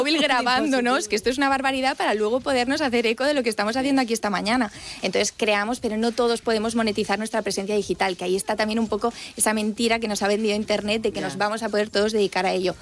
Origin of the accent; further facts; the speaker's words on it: Barcelona, Catalonia, Spain; Soy de Barcelona.